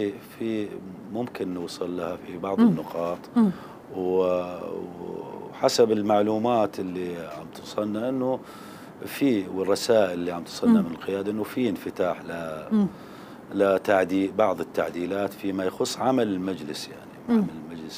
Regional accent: Syria

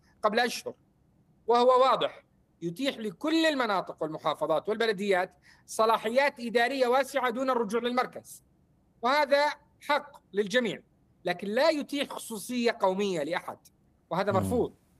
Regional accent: Al-Hasakah Governorate, Syria; من الحسكة

